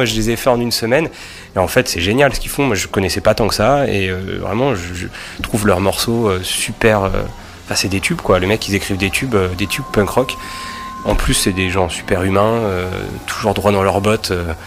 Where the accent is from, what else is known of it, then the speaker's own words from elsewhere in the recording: Bourges, Centre-Val de Loire, France; on est de la région centre, moi je viens de Bourges.